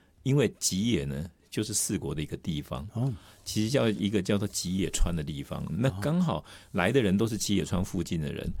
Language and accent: Chinese; Taiwan